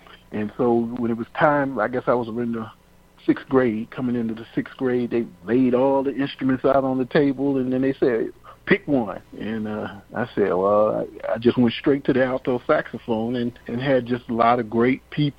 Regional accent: North Chicago, Illinois, United States; also born or lived in Waukegan, Illinois; I was born in North Chicago, Illinois. Well, I lived in North Chicago, born in Waukegan, Illinois, right across the street.

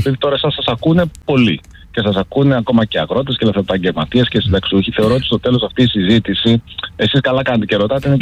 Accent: Kalavryta, Western Greece, Greece; Την Αχαΐα την αγαπώ, η καταγωγή μου είναι από τα Καλάβρητα.

